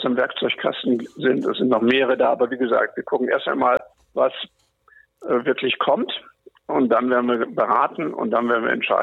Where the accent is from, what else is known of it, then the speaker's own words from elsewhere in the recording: Northern Germany, Germany; Ja, ich meine, ich komme aus Norddeutschland, da sind wir sturmgeprobt